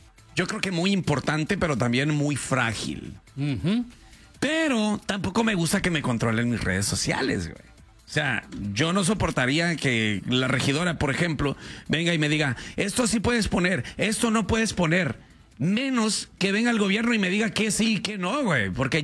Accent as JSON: {"language": "Spanish", "country": "Mexico", "said": "como buenos mexicanos lo hacemos porque nosotros los mexicanos nos reímos de todo, hasta de nuestras desgracias."}